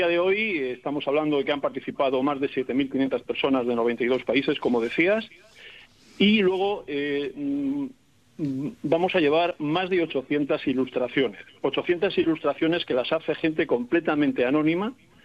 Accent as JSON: {"language": "Spanish", "town": "Solana de Cabañas", "region": "Extremadura", "country": "Spain", "tie": "born or raised there", "said": "y yo como natural de allí, y orgulloso extremeño"}